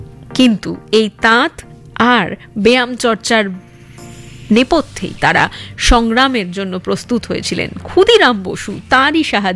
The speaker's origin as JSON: {"language": "Bangla", "region": "West Bengal", "country": "India", "said": "আমাদের দেশ এই বাংলা, আমরা বাঙালি, আমরা ভারতবাসী"}